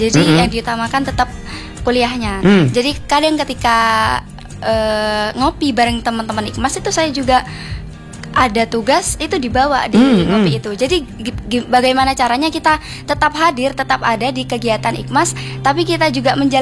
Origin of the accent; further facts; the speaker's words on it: Bondowoso, East Java, Indonesia; Asal saya itu dari Bondowoso.